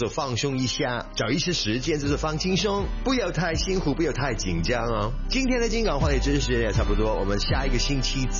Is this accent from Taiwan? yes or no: no; Hong Kong; 这是我小时候在香港的一个家庭